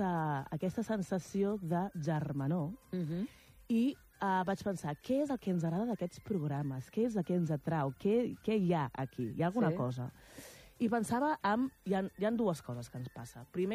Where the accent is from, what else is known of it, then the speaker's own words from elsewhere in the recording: Els Hostalets de Balenyà, Catalonia, Spain; El meu poble, Hostalets de Balanyà, va participar-hi. Va participar-hi l'any 2001, jo tenia 10 anys.